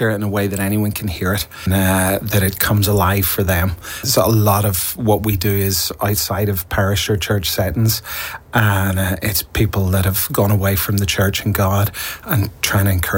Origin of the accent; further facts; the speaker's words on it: Northern Ireland, United Kingdom; I'm from the north. I'm from County Down, and I travel a lot, so my accent has to be quite mild.